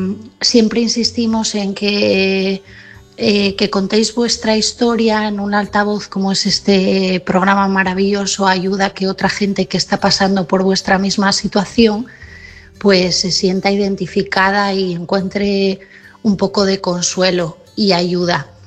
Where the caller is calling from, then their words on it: Asturias, Spain; de Asturias